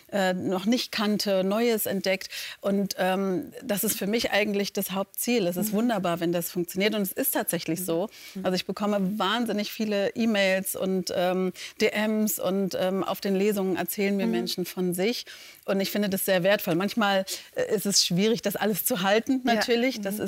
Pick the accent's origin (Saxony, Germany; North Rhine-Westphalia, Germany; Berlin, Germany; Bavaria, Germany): Saxony, Germany; Leipzig; Leipzig war meine Heimatstadt. Ich war noch nie woanders, also bis zu meinem 8. Lebensjahr.